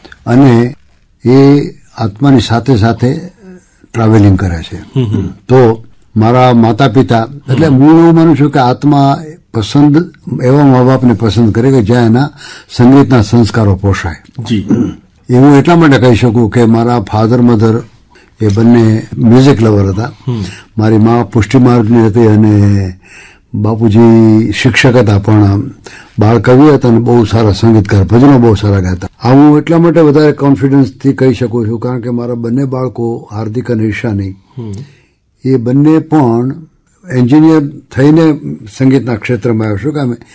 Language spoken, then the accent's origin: Gujarati; Chital, Gujarat, India; born there; મારો જન્મ ચિત્તલમાં થયો, અમરેલી જિલ્લાના ચિત્તલમાં.